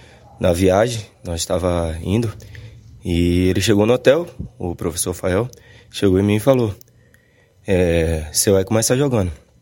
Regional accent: Salvador, Bahia, Brazil; also born or lived in Goiás; now in Rio Grande do Sul, Brazil; eu vim lá da Bahia, né? Salvador, Bahia.

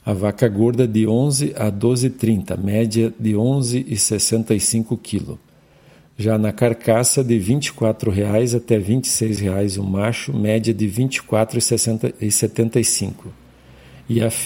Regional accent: Brazil

